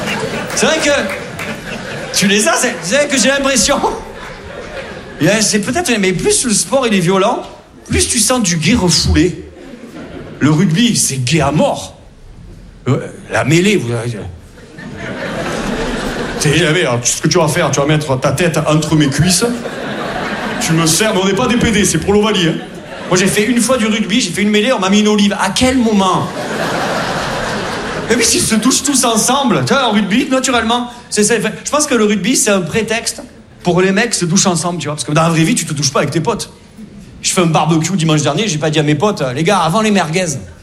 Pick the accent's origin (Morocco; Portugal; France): France; Perpignan, Occitanie; Moi je viens de Perpignan.